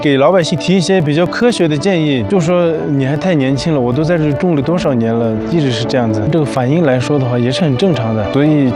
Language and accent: Chinese; Mainling, Tibet, China; also born or lived in Nanjing; 我爸爸的话是当年在这里当兵，然后认识了我妈妈之后就一直在米林生活。我也是在米林长大的，后面考大学考到了南京，每年寒暑假都会回米林。